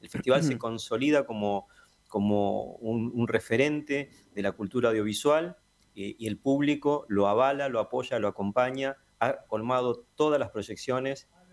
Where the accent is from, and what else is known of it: Argentina